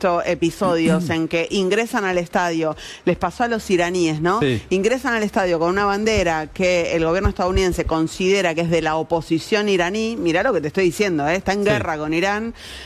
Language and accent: Spanish; Uruguay; Aunque digan que no los queremos, yo soy uruguaya, los amo.